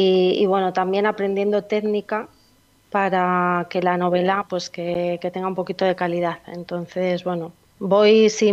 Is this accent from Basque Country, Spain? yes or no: yes; Basque Country, Spain; born there; also born or lived in Barcelona province; now in Logroño, Spain; En Logroño lo que es vivir 5 años, aunque bueno, he estudiado aquí, he trabajado aquí, pero vivía casi toda mi vida, he vivido en un pueblo pequeñito que está a 5 kilómetros de Logroño, pero pertenece a otra comunidad que se llama Álava, es el País Vasco.